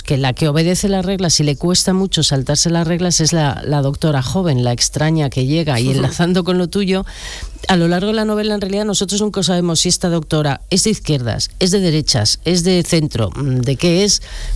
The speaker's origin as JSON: {"language": "Spanish", "town": "Bilbao", "region": "Basque Country", "country": "Spain", "said": "Y yo soy de Bilbao, ¿eh?"}